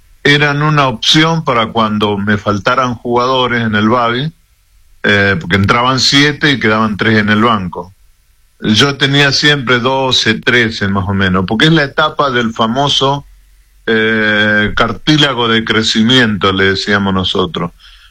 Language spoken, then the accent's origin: Spanish; Rosario, Santa Fe, Argentina; yo soy de Rosario, pero de la contra.